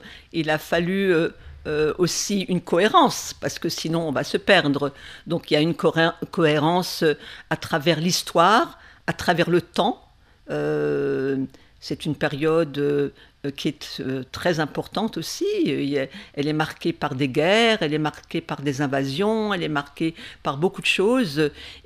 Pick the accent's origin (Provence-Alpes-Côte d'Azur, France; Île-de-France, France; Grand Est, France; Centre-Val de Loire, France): Grand Est, France; born there; Parce que personnellement, je suis née en Alsace, mais toute petite, j'ai entendu parler de la Tunisie, parce qu'une partie de ma famille y a vécu.